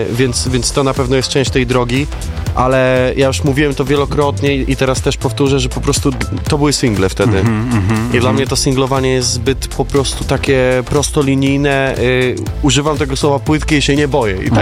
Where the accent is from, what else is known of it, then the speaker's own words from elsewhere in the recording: Łódź, Łódź Voivodeship, Poland; jestem bardzo dumny z tego, że jestem z Łodzi. Mm-hmm. I nie wyobrażam sobie żyć chyba poza moim miastem.